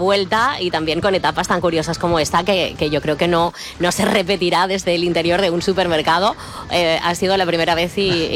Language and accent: Spanish; Region of Murcia, Spain; murciano de mi tierra.